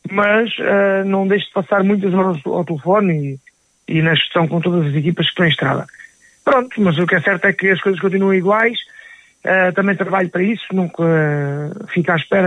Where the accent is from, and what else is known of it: Portugal